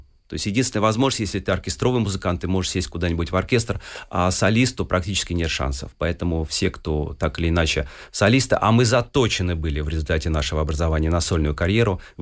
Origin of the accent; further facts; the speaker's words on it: Saint Petersburg, Russia; also born or lived in Moscow; Пожалуй, я родился действительно в Москве, но вырос в Санкт-Петербурге. Я коренной петербуржец, можно сказать.